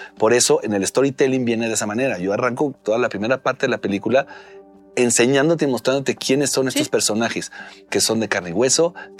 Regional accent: Mexico; Y eso me hace sentir orgulloso como mexicano

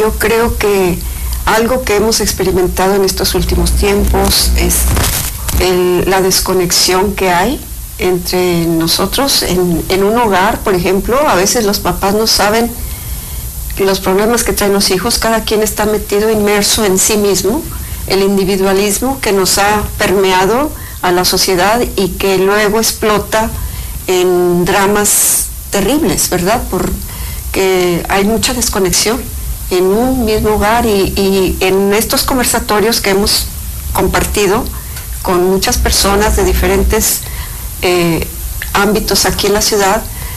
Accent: Mexico; es nuestra solidaridad como mexicanos para manifestarles que estamos con ellos

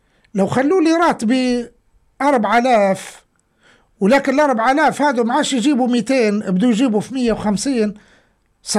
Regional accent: Libya; هو ليبي واني ليبي اعطيني زيه

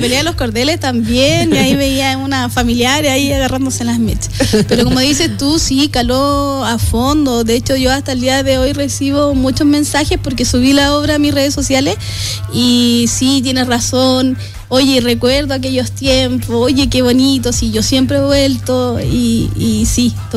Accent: Pedro de Valdivia, Antofagasta, Chile; éramos chicos cuando yo vengo de Pedro de Valdivia y cuando llegamos era tal cual como estaba la escenografía.

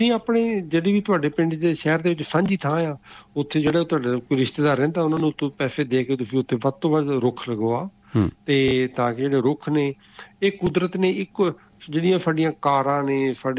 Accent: Punjab, India; ਅਤੇ ਮੇਰਾ ਪਿੰਡ ਜਲੰਧਰ ਦੇ ਲੱਗਿਆ, ਅਸੀਂ ਉੱਥੇ ਜਲੰਧਰ ਵਗੈਰਾ ਦੇ ਲਵਾ ਰਹੇ ਹਾਂ

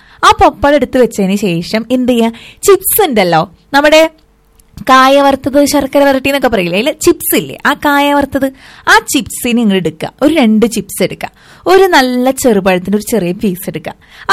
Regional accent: Thrissur, Kerala, India; moved away; ഞാൻ തൃശ്ശൂരാണ് കേട്ടോ എന്റെ നാട്. നമുക്കറിയാലോ, അറിയാത്തവർക്ക് വേണ്ടി ഞാൻ വീണ്ടും പറയുന്നു, എന്റെ സ്ഥലം തൃശ്ശൂരാണ്.

